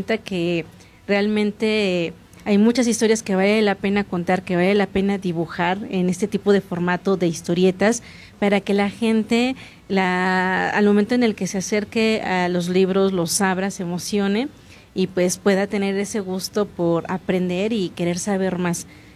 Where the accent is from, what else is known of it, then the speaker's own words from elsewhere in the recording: Tlaxcala, Mexico; entonces yo soy de Tlaxcala, pongo la radio local